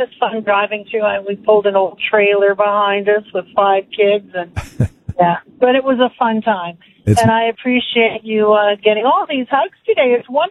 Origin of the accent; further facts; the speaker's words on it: Bradwell, United Kingdom; I want to refresh your memory now. I come from Bradwell.